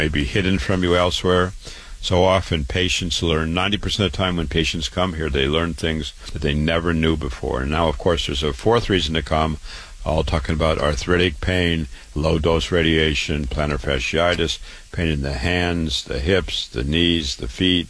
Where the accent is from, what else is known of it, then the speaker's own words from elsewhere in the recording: Waterloo, Iowa, United States; I was born and raised in Waterloo, Iowa.